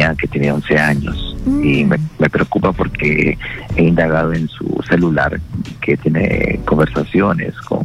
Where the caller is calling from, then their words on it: Ilo, Moquegua, Peru; Desde Puerto de Hilo.